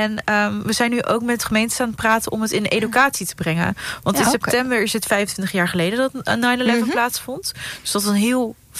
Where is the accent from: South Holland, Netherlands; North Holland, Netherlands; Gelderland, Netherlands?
Gelderland, Netherlands; Apeldoorn; Voornamelijk omdat ik zelf uit Apeldoorn kom.